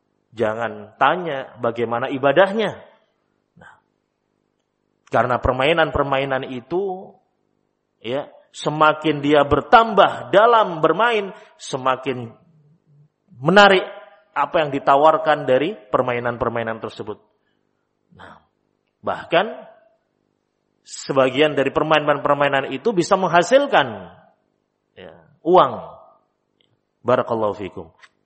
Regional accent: Java, Indonesia; kalau dalam istilah kita orang Jawa, ojo kalah karo arek.

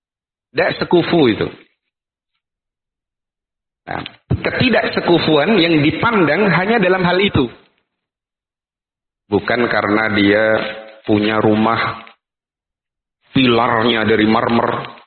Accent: Medan, North Sumatra, Indonesia; Kalau itu sahih, berarti Gak boleh bagi kita orang Medan nikah sama orang Arab.

